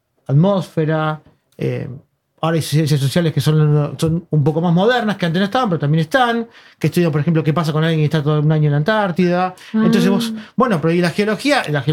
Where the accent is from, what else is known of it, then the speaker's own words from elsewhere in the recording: Argentina; Allá vengo de Argentina, que estamos en invierno.